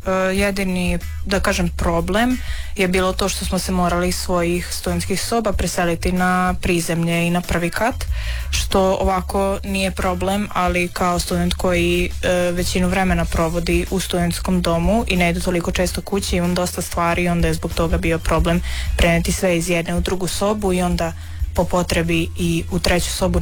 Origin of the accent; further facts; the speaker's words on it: Subotica, Vojvodina, Serbia; moved away as an adult; now in Osijek, Croatia; dolazim iz Subotice i studiram na Akademiji za umjetnost i kulturu.